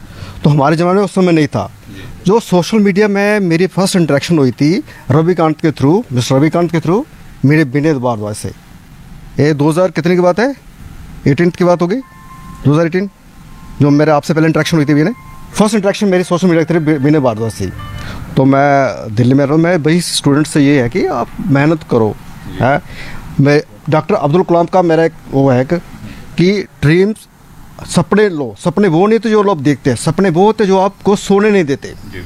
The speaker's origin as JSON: {"language": "Hindi", "region": "Jammu and Kashmir", "country": "India", "said": "actually हमारे state में, मैं जम्मू कश्मीर से बिलोंग करता हूँ"}